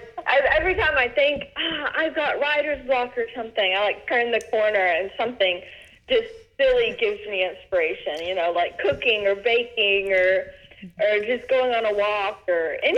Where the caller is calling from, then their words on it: Montgomery, Texas, United States; I'm calling from Montgomery, Texas.